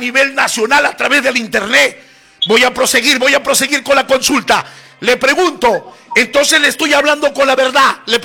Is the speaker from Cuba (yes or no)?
no; Veracruz, Mexico; now in Tacna, Peru; pertenecemos a Veracruz, que es capital del curanderismo mexicano.